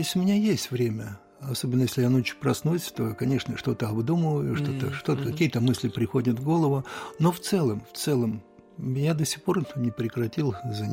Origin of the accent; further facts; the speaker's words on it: Karaganda, Karaganda Region, Kazakhstan; born there; Если говорить вот о том, как я родился в Караганде, конечно, я не помню день своего рождения, когда я родился, что появился.